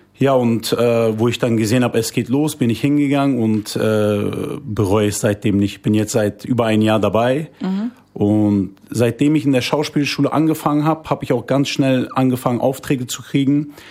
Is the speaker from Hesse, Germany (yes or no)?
no; North Rhine-Westphalia, Germany; komme aus Riedberg, NRW. Und ursprünglich kommen meine Eltern aus Hatay. Und ich selber bin dann in Deutschland geboren und aufgewachsen. Genau. Und bin 31 Jahre alt.